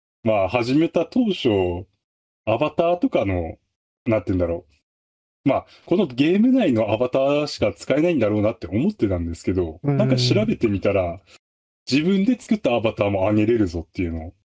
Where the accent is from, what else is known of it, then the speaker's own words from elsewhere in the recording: Aomori, Japan; 自分の出身県青森県だし。